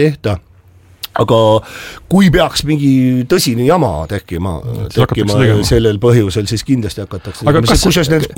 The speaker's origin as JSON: {"language": "Estonian", "town": "Tallinn", "region": "Harju County", "country": "Estonia", "tie": "born there", "said": "naaber sünnipäraselt, et ma olen ju seal Hiiu pubi vastas on lillepoekane"}